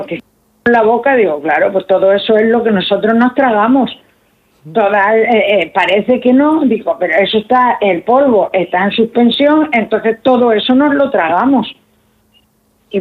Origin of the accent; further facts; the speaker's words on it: Galicia, Spain; moved away; yo mi intención en un tiempo había sido irme a mi tierra, a Galicia, que yo soy de allí.